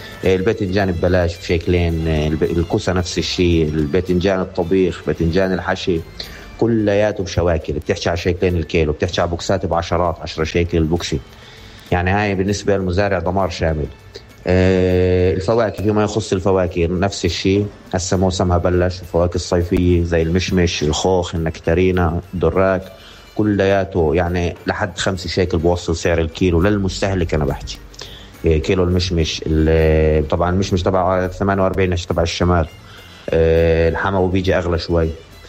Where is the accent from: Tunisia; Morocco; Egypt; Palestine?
Palestine; West Bank